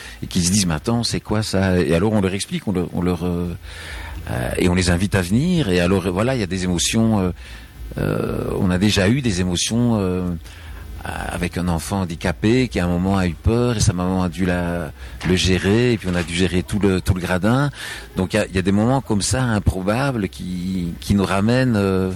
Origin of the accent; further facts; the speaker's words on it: Belgium; accent: Belgian; j'ai quand même un accent belge, apparemment, moi je me rends pas compte, mais je crois que j'ai un accent belge